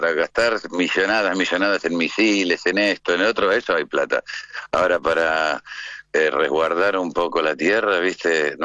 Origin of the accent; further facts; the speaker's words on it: Villa del Parque, Buenos Aires, Argentina; moved away as an adult; now in Spain; Yo soy de Villa del Parque, sí, y … vivía a la vuelta de mi casa.